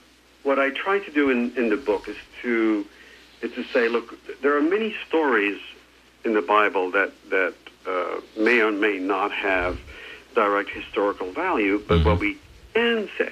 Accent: United States; me as an American archaeologist

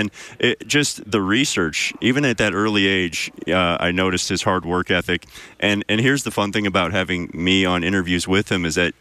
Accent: St. Louis, Missouri, United States; So my father and I grew up in St. Louis, Missouri.

